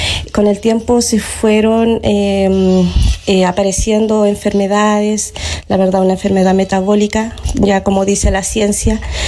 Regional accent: Combarbalá, Coquimbo, Chile; Soy de acá de Combarbalá.

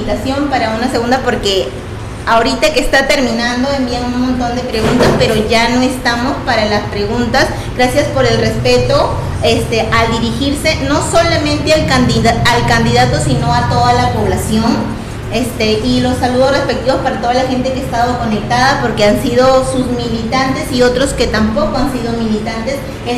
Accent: Tambogrande, Piura, Peru

